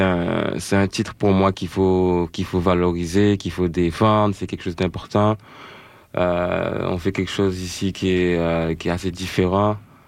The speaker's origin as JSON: {"language": "French", "country": "Guadeloupe", "tie": "born or raised there", "moved": "as an adult", "lives_now": "Montreal, Canada", "said": "J'ai grandi en Guadeloupe"}